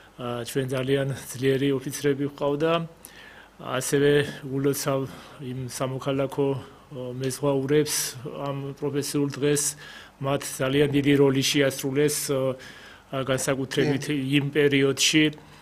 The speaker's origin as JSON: {"language": "Georgian", "region": "Western Georgia", "country": "Georgia", "said": "მე თვითონ დასავლეთიდან ვარ"}